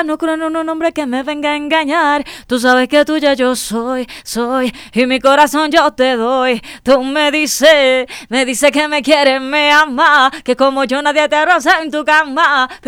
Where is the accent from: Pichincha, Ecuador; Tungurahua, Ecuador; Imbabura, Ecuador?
Pichincha, Ecuador; Quito; Yo soy quiteñísima